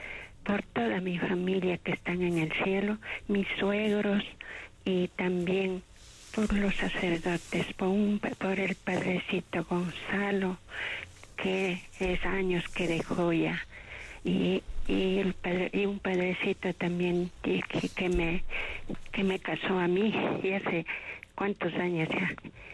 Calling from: Tumbaco, Pichincha, Ecuador; le llamo de aquí de Tumbaco

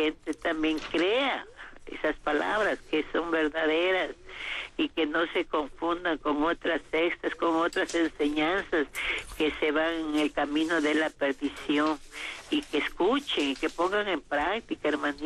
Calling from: Conocoto, Pichincha, Ecuador; Desde Conocoto les estoy llamando.

